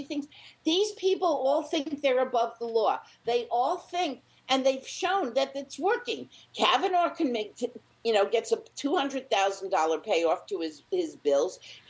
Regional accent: New York City, New York, United States; I was so lucky because I grew up in New York City.

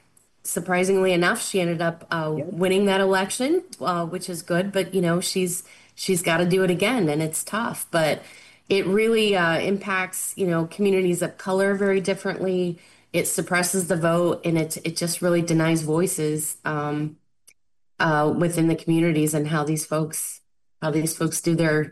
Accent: Ohio, United States; Ohio, the where I grew up in Northwest Ohio

